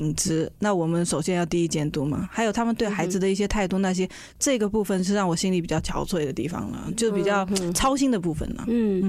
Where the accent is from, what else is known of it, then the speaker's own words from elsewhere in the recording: Shanghai, China; moved away as an adult; now in Taiwan; 他不会像我们上海人